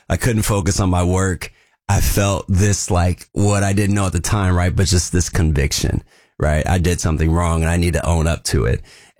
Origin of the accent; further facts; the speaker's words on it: Vancouver, Washington, United States; So I grew up in Vancouver, Washington.